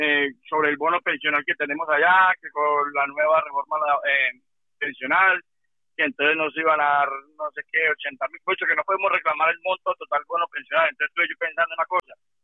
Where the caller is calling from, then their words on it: Zaragoza, Aragon, Spain; buenos días desde Zaragoza.